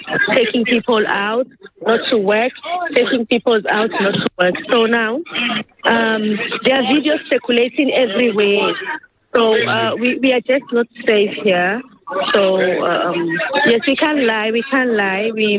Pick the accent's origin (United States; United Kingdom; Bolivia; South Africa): South Africa; born or raised there